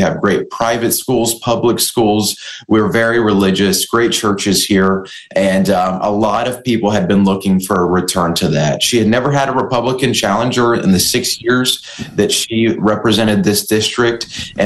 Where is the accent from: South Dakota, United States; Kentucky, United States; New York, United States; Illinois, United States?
Kentucky, United States; I was born and raised here in Northern Kentucky. I come from a family of servant leaders.